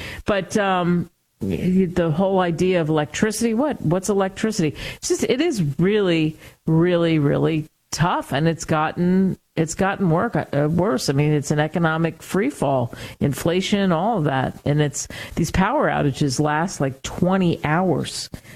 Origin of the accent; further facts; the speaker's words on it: Pennsylvania, United States; I grew up outside the Philly area, but I'm a huge hockey nut.